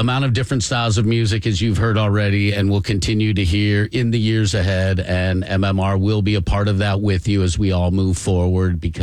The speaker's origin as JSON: {"language": "English", "town": "Denver", "region": "Colorado", "country": "United States", "tie": "born or raised there", "moved": "yes", "lives_now": "Philadelphia, United States", "said": "I grew up in Denver"}